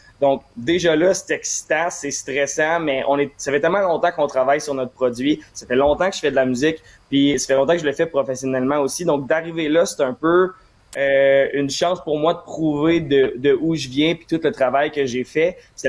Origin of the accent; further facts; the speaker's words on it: Lévis, Quebec, Canada; Ben, on vient d'ici, hein, puis on vient de Lévis, on n'est pas des gars de Montréal